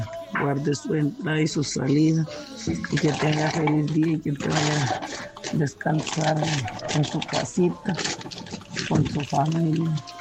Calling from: Talamanca, Limón, Costa Rica; soy de Talamanca

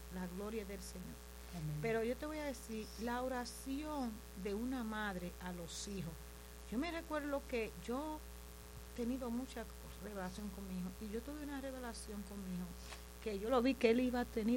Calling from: La Romana, Dominican Republic; aquí en La Romana, sí, y yo viví en y yo vivo en Villahermosa.

